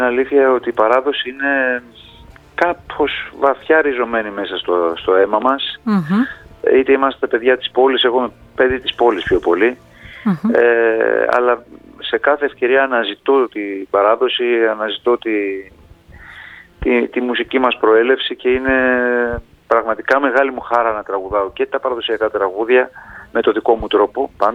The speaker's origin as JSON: {"language": "Greek", "town": "Apeiranthos", "region": "South Aegean", "country": "Greece", "said": "Σωστά, είμαι από την Απείρανθο, καταβολές της μητέρας μου από την Απείρανθο της Νάξου, αυτό το φοβερό χωριό, το Ορεινό."}